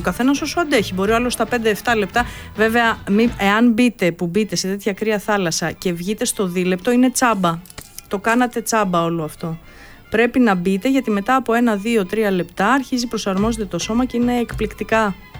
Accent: Patras, West Greece, Greece; moved away

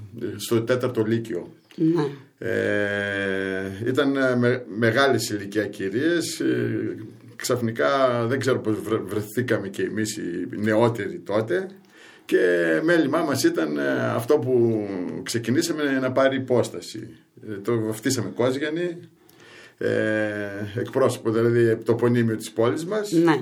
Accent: Kozani, Western Macedonia, Greece; born there; Για εμάς τις Κοζανίτες μπορεί να κατάγουμε από τα γρήνια πατέρα μου, αλλά εγώ γεννήθηκα και είμαι Κοζανίτης, και για εμάς τις Κοζανίτες είναι σημαντικό αυτό.

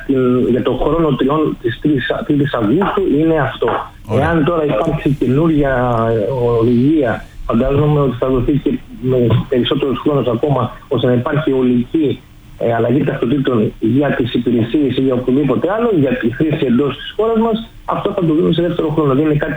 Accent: Greece; ως Έλληνες

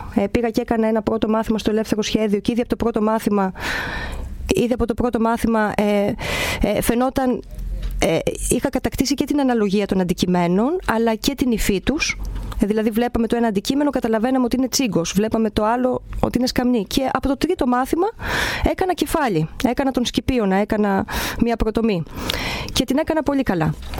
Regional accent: Volos, Thessaly, Greece; moved away; Γεννήθηκα εδώ στο Βόλο και βασικά χαίρομαι που είμαι στη γενέτειρά μου αυτή τη στιγμή

